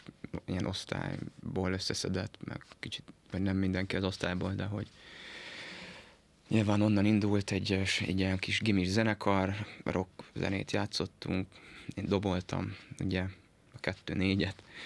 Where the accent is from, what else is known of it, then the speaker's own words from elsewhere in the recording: Budapest, Hungary; Budapesti vagyok, édesanyám réfülöpi származású, úgyhogy nekünk a Réfülöp egy ilyen bázis.